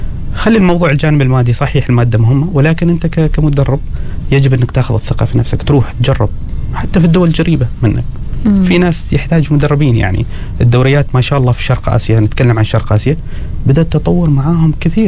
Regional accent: Oman; نحن كشعب عماني

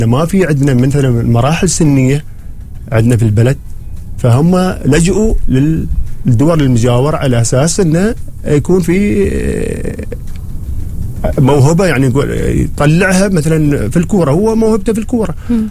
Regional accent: Oman; عندنا في عمان المهاجمين يعني ما شاء الله يعني.

